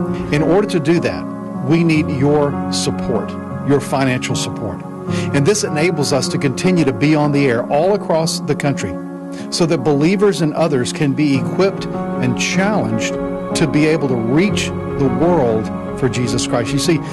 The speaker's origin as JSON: {"language": "English", "country": "United States", "said": "I'm an American. I love my country."}